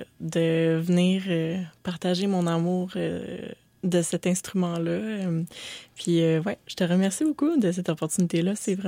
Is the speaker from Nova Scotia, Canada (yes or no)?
no; Saint-Jérôme, Quebec, Canada; Surtout pas dans mon patelin de région de Saint-Jérôme.